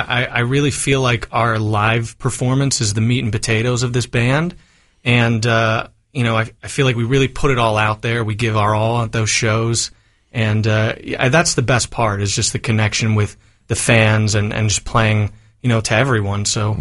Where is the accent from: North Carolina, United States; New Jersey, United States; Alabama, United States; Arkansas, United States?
New Jersey, United States; Born and raised in New Jersey, the home